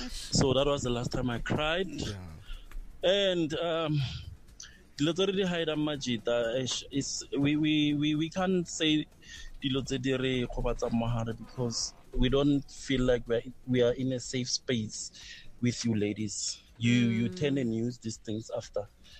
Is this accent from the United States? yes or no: no; Mamelodi, Gauteng, South Africa; from Mamelodi.